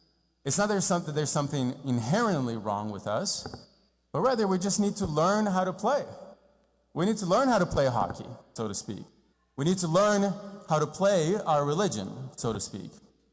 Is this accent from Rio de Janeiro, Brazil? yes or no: yes; Rio de Janeiro, Brazil; moved away; I grew up in Rio de Janeiro